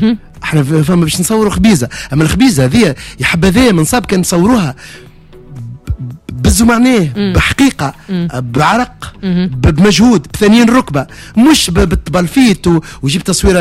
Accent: Tunisia; احنا عندنا في تونس

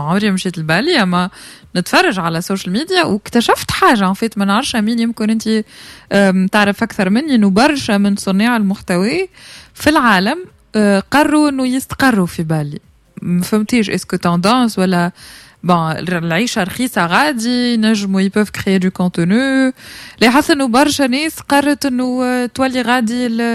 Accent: Tunisia; احنا بتونسي كسكسلو يرجع لاصلو الاصل متاعنا ديما يناديلنا

